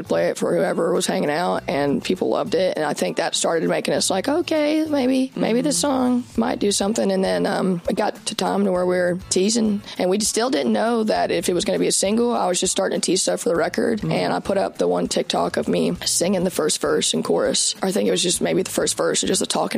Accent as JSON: {"language": "English", "region": "Alabama", "country": "United States", "said": "We grew up on all the same kind of music, and we're both from Alabama"}